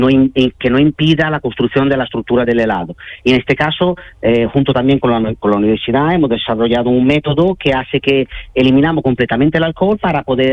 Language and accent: Spanish; Veneto, Italy; Spanish is a second language; now in Cádiz, Spain; soy casi gaditano, entonces, yo soy italiano, nativo de la zona de Venecia, pero llevo muchos años aquí en Cádiz